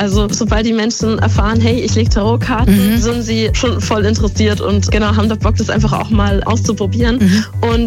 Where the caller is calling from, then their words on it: Rednitzhembach, Bavaria, Germany; Ich komme aus Rittnitz-Hembach